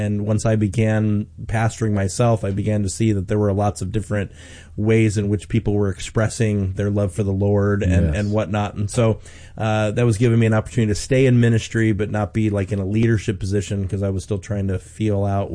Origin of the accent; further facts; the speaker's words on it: Chicago, Illinois, United States; moved away; I'm from the Chicago area originally, and so grew up in the church, raised in the church, raised by a single mom